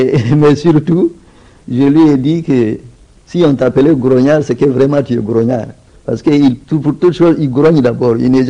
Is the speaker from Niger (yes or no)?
yes; Niamey, Niger; J'étais de Niamey, on m'a envoyé dans une ville moyenne qu'on appelle Kony, mais c'est toujours tout près.